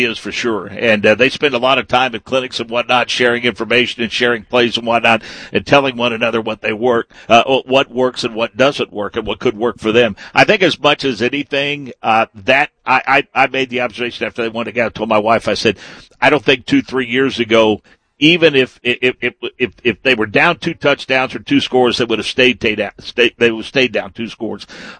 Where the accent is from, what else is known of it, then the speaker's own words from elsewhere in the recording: Midwest, United States; we're all from here. We're from the Midwest. We all grew up fans of the sport.